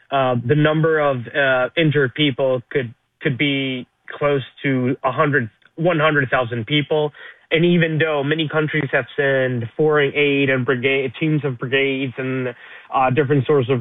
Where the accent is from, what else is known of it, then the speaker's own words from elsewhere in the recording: Venezuela; moved away; For somebody like me that was born and raised in Venezuela and lived like 27 years or so of socialism and communism